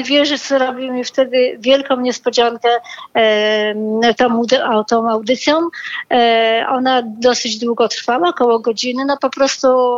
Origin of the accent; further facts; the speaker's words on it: Łódź, Łódź Voivodeship, Poland; born there; ja jestem oczywiście urodzoną łodzianką